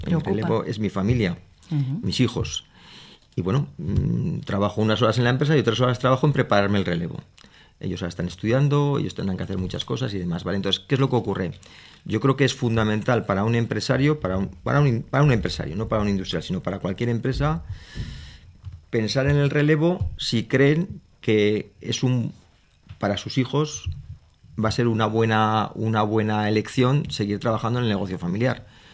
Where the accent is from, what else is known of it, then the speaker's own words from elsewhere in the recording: Huesca, Aragon, Spain; nosotros somos de Huesca